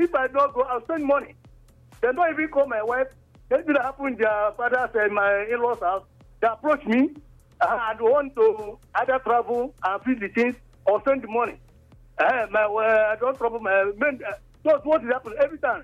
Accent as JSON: {"language": "English", "region": "Anambra", "country": "Nigeria", "tie": "born or raised there", "said": "For sometimes you hear me calling from my hometown, it's up in Anambra State."}